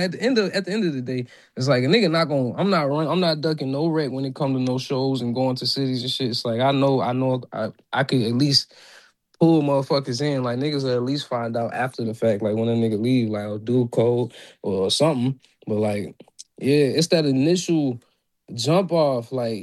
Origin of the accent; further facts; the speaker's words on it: Virginia, United States; Like, just with the South in general, it's like I'm from Virginia. I'm told all the time that I'm not even Southern for real, for real.